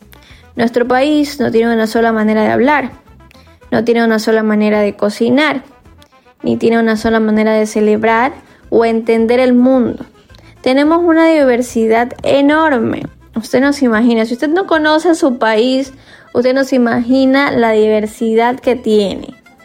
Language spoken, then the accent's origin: Spanish; Ecuador; Estamos aquí en Ecuador, somos ecuatorianos